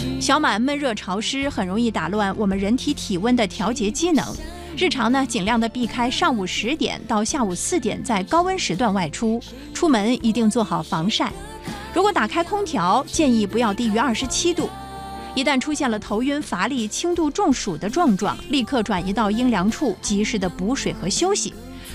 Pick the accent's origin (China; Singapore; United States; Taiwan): China